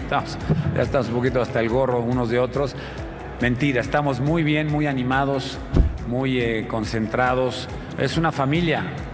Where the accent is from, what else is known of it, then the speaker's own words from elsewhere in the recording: Mexico; No puedo pedir más, no estoy en mi país, en el mundial.